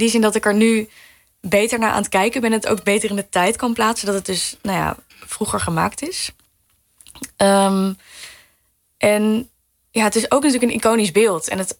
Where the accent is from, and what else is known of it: Arnhem, Gelderland, Netherlands